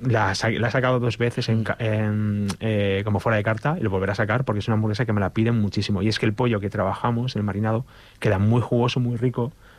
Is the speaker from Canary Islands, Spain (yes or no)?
no; Malpica de Bergantiños, Galicia, Spain; moved away as an adult; also born or lived in Madrid; me vine de Madrid, viví en Madrid, me vine de Madrid para Malpica, para mi pueblo